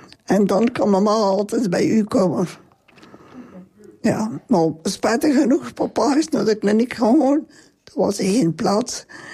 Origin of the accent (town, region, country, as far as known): Halmaal, Limburg, Belgium